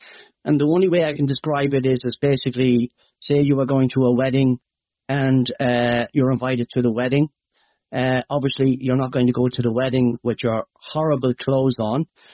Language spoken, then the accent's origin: English; Leinster, Ireland; Some of your Irish might know, my accent might be hard to understand, but for the American Americans might be able to understand me, you know. It's in the Midlands of Ireland, the Midlands in Ireland.